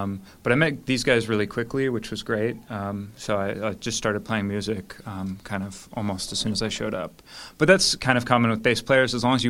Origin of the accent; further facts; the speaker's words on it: California, United States; now in Pittsburgh, United States; No, I'm from Northern California, but my wife is a Pittsburgh born and bred.